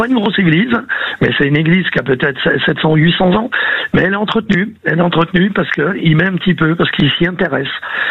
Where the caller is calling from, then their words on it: Paris, Île-de-France, France; Je suis parisien, donc je me promène beaucoup dans Paris.